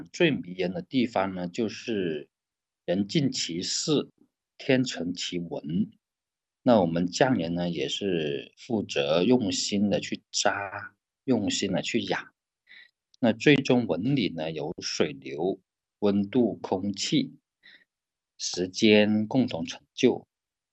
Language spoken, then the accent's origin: Chinese; China; 正如我们中国人的审美，它不追求我们这个完美规整